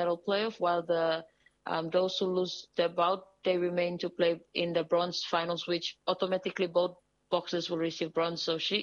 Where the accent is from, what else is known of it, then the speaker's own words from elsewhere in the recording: Papua New Guinea; I'm from the Pacific, Papua New Guinea. We have the same, we have similar features, but I prefer to be a Pacific Islander.